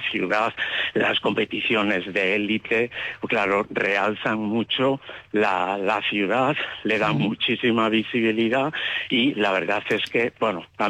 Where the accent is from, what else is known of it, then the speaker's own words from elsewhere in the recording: Pontevedra, Galicia, Spain; now in Madrid, Spain; No, soy de Pontevedra, pero vivo aquí en Madrid.